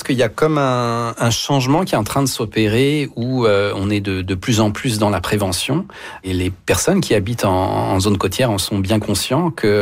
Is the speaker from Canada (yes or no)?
no; Hauts-de-France, France; Moi, j'ai grandi dans le au nord de Paris, mais c'est en Picardie, en fait.